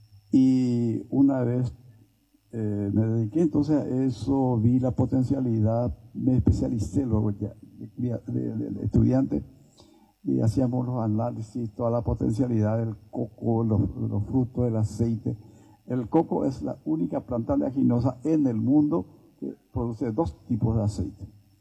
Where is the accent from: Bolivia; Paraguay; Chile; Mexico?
Paraguay; San Lorenzo, Central; yo soy de San Lorenzo. Tengo 77 años de edad.